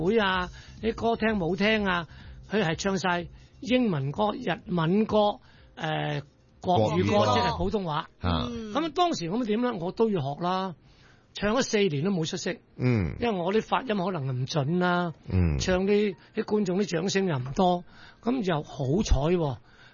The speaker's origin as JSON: {"language": "Cantonese", "country": "Vietnam", "tie": "born or raised there", "moved": "as an adult", "lives_now": "Hong Kong", "said": "我喺越南長大嘅我七歲就學唱粵曲。十一歲就登台都是唱粵曲咁後期做埋大戲喺越南咁嚟到香港呢我係70年到香港"}